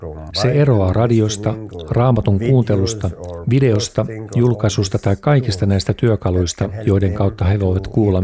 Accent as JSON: {"language": "Finnish", "country": "Egypt", "also_born_or_lived": "Mauritania / Jordan", "moved": "yes", "lives_now": "Spain", "said": "Olen kotoisin Egyptistä ja vaimoni on Irakista. Tapasimme Jordaniassa ja muutimme Mauritaniaan."}